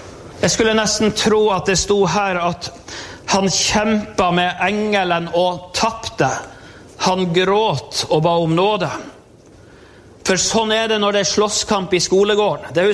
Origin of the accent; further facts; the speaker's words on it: Målselv, Troms, Norway; som en liten guttunge på skolen hjemme i Målselv.